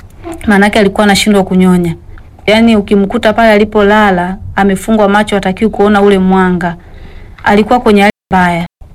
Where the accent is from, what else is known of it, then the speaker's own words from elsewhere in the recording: Iringa, Tanzania; mimi ni mwenyeji wa Iringa.